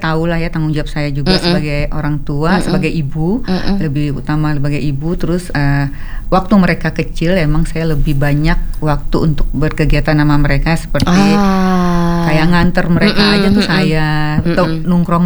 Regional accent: Padang, West Sumatra, Indonesia; Saya berasal dari Padang.

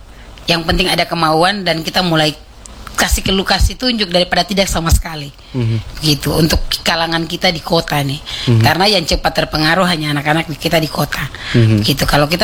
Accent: Southwest Papua, Indonesia; kayak kita suku MOI

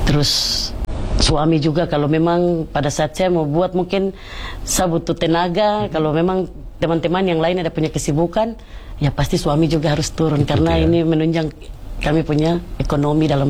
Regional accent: Papua, Indonesia; Tapi kalau untuk ini kan sudah umum ini untuk kami orang Papua.

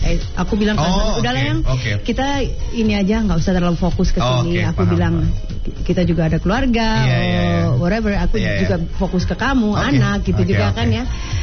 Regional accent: Batu, East Java, Indonesia; born or raised there

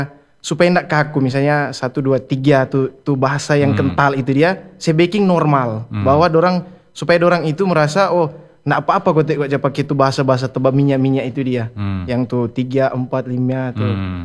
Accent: Langowan, North Sulawesi, Indonesia; Padahal sebenarnya kita bukan orang Manado, kita orang Langoan begitu.

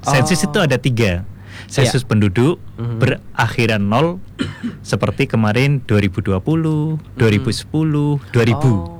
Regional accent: Kebumen, Central Java, Indonesia; now in Sambas, Indonesia; Asal saya dari Kebumen, Jawa Tengah. Alhamdulillah mendapatkan penugasan dari pimpinan sejak 5 Juni tahun 2006. Memang masih baru di Sambas, tapi saya sangat senang sekali dan kerasan di Sambas

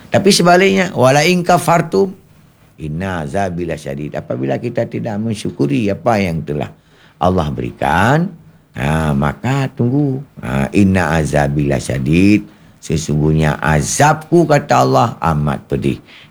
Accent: Aceh, Indonesia; negeri kita Aceh ini

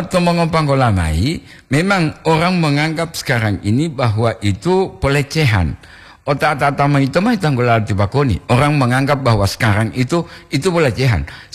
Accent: Gorontalo, Indonesia; Nah, ma walau ti mama seri, saya asli Gorontalo, asli lo, jo.

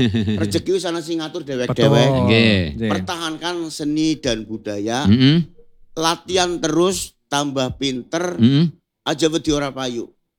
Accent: Java, Indonesia; Agama kula Islam, tapi kula tiang Jawa. Budaya yang saya gemari, budaya yang saya senangi, budaya yang saya jalankan, ya lu budaya Jawa.

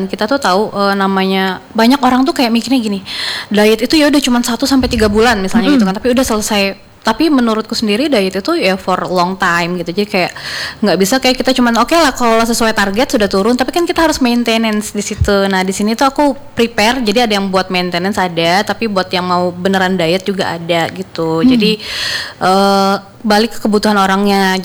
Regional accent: South Kalimantan, Indonesia; moved away as an adult; now in Samarinda, Indonesia; pas masih di kampung aku, okay, di Kalsel tahun 2021.

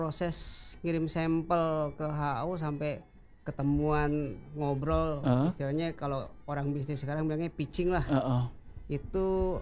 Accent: Jakarta, Indonesia; born there; saya kan lahir di Jatinegara nih lah, jadi orang Betawi juga sebenarnya.

